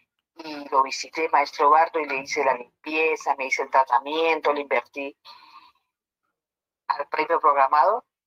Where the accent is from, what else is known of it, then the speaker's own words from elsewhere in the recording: Pamplona, Norte de Santander, Colombia; Yo soy de Pamplona Norte, de Santander.